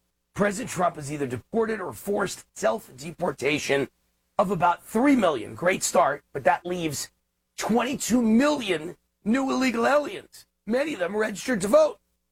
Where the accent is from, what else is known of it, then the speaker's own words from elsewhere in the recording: Nevada, United States; Exhibit A is my home state of Nevada.